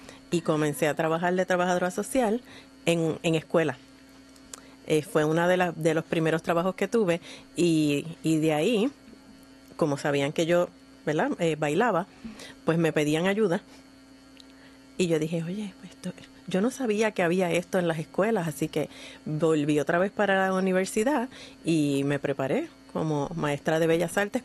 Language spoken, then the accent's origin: Spanish; San Juan, Puerto Rico; now in Carolina, Puerto Rico; yo soy, me crié en Santurce, en Villa Palmera, estudié prácticamente toda mi vida estudiantil por allá, excepto los últimos años, siempre he vivido en Carolina. Pero toda mi familia es de Villa Palmera y pues yo estudié por allá todo el tiempo.